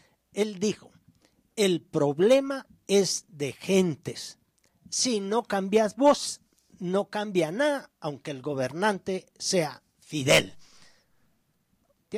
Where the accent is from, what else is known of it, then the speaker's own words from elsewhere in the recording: Guatemala; todos somos guatemaltecos, todos amamos este país